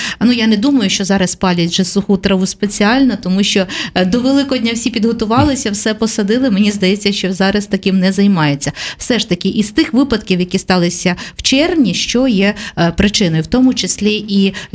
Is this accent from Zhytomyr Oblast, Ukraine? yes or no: yes; Zhytomyr Oblast, Ukraine; це навіть трапилося в моєму рідному селі.